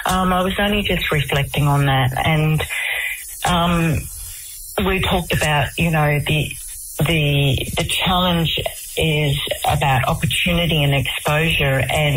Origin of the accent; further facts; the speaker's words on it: Weipa, Queensland, Australia; growing up in Weipa in Old Marpoon in Far North Queensland, my childhood was adventurous and it was fun.